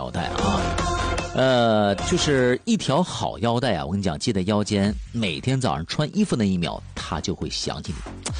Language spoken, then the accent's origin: Chinese; Northeast China, China; 咱们东北人说杀一杀是在什么时候呢？